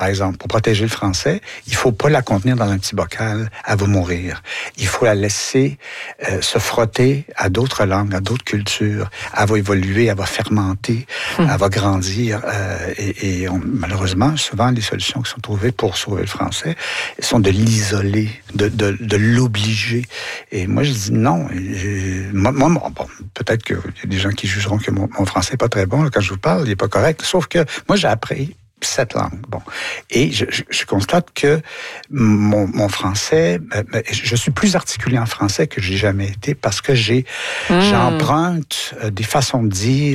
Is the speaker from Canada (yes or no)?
yes; Quebec, Canada; et montrer en tant que Québécois ce que les mots veulent dire à des anglophones